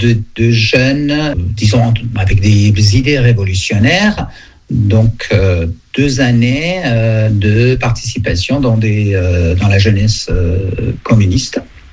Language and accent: French; Iran; moved away as an adult; now in France; C'est mon pays, c'est ma patrie, et en même temps, c'est un pays fabuleux. Je souhaite pouvoir retourner en Iran.